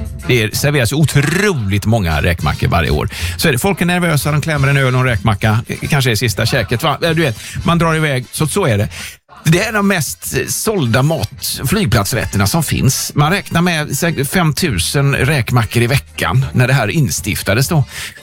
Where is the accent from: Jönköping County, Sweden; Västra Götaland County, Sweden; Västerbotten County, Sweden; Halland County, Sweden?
Västra Götaland County, Sweden; Gothenburg; Som göteborgare känner jag bara så här.